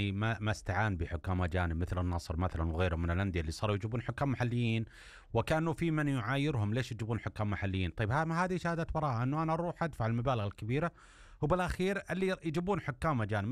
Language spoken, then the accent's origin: Arabic; Egypt; أنا صاحفي مصري.